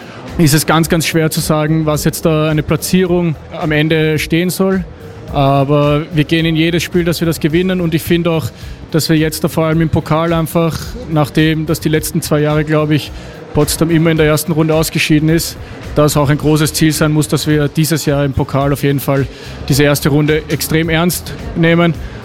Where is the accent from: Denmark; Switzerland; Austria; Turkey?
Austria; für mich als Österreicher natürlich nochmal ein Bonus, dass wir das gleich in meinem Heimatland gemacht haben.